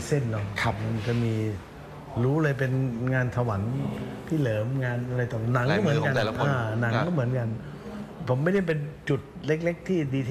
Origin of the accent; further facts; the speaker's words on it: Isan, Thailand; เราก็เป็นคนอีสาน